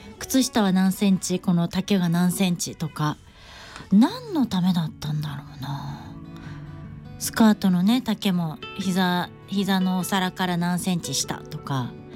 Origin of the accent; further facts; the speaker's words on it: Hyogo, Japan; 私もその地元兵庫県